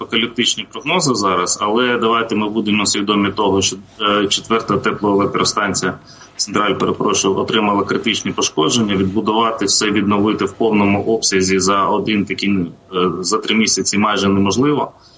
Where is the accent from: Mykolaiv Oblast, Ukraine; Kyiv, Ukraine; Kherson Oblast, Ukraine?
Kyiv, Ukraine; я як киянин